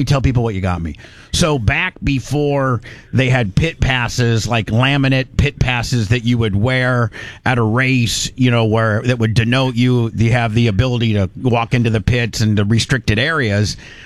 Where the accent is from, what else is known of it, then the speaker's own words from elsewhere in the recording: Indiana, United States; know that I'm a big fan of the Indy 500 as I grew up in Indiana, and I went to about 10 of them.